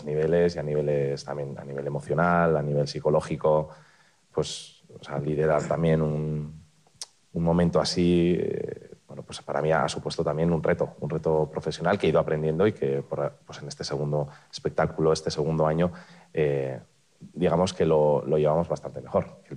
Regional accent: Yécora, Basque Country, Spain; born there; also born or lived in Vitoria-Gasteiz; Encerrado en mi habitación, en Yécora, en mi pueblo, en Gasteiz

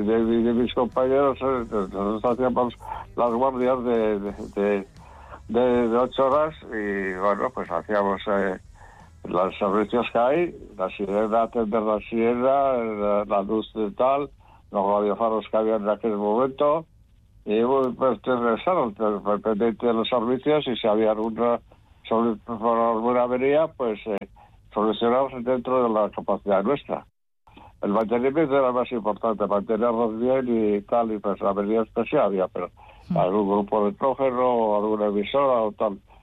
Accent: Basque Country, Spain; No, pues yo de Machichaco prácticamente nací en Machichaco. La casa pues estaba a 1,5 kilómetros, así.

